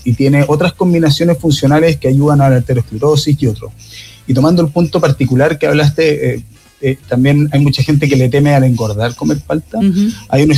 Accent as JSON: {"language": "Spanish", "country": "Chile", "said": "particularmente nosotros los chilenos la comemos en casi todas las ocasiones de consumo que tenemos."}